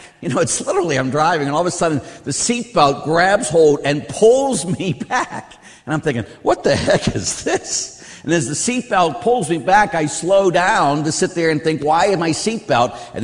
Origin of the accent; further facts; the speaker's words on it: Pittsburgh, Pennsylvania, United States; when I was a kid, I grew up in Pittsburgh, as we all know, and I was at my grandmother's house.